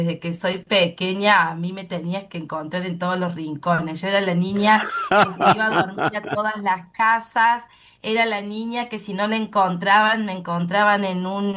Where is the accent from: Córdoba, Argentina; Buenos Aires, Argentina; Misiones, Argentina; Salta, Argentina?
Córdoba, Argentina; Deán Funes; Vengo de Dian Funes, que es el norte de la provincia de Córdoba, una cuna de artistas maravillosos